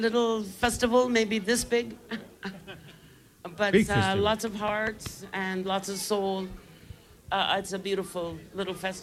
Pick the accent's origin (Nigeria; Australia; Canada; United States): Canada